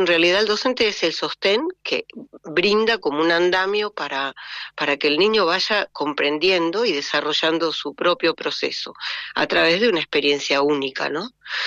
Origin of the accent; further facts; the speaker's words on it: Bariloche, Río Negro, Argentina; born there; Sí, he tenido abuelos en Viedma, pero mi nací en Bariloche y me desarrollé como docente en lo que le llamamos la línea sur rionegrina